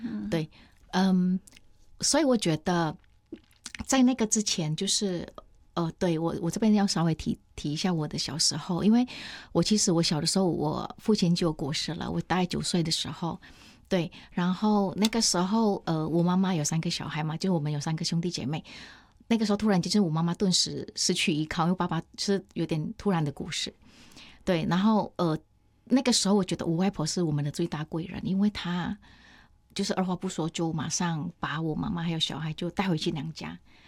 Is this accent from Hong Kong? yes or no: no; Indonesia; Chinese is a second language; now in Taiwan; 对，没错没错，感觉是回印尼是度假的啊，